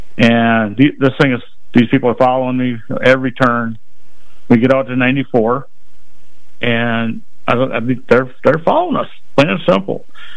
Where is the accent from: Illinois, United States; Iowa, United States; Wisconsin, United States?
Illinois, United States; Rockford